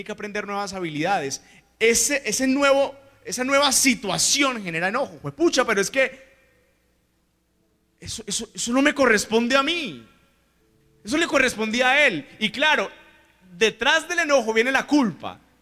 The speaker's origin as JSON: {"language": "Spanish", "town": "Puerto Rico", "region": "Caquetá", "country": "Colombia", "moved": "yes", "said": "soy de Puerto Rico, Caquetá."}